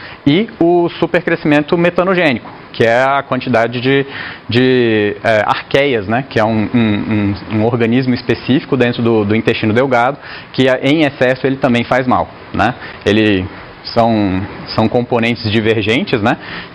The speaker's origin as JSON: {"language": "Portuguese", "town": "Brasília", "region": "Federal District", "country": "Brazil", "said": "eu sou engenheiro eletricista de formação, eu formei na UNB, eu sou de Brasília."}